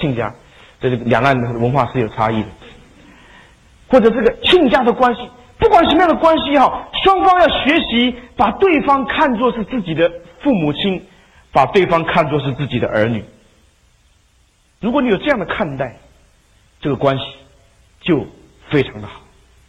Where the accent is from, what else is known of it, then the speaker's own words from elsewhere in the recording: China; 我们中国人说，说谢谢还见外，对不对？